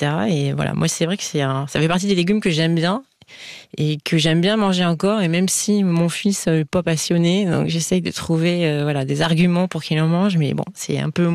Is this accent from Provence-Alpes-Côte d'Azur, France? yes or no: no; Grenoble, Auvergne-Rhône-Alpes, France; je viens de Grenoble